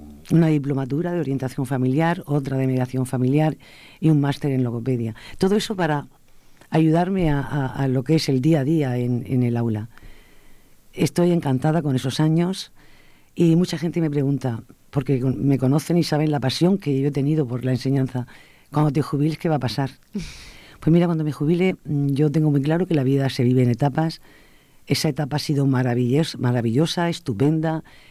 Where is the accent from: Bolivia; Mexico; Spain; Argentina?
Spain; Molina de Segura, Region of Murcia; Nací en Molina, he trabajado en Molina, me he criado en Molina, he crecido en Molina y he trabajado 43 años en la enseñanza, en el Colegio de Salcillo